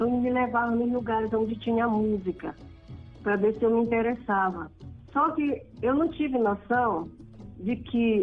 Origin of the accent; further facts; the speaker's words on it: Amapá, Brazil; sou daqui do Amapá.